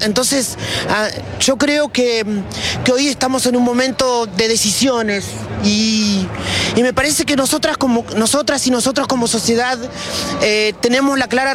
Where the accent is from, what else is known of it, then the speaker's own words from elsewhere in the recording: Argentina; Soy argentina sobre todas las cosas.